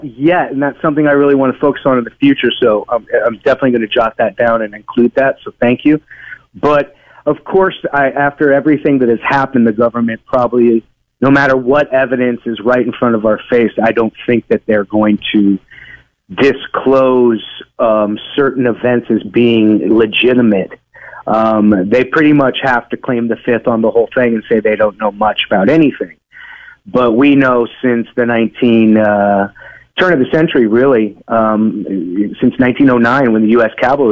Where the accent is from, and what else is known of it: Kankakee, Illinois, United States; born there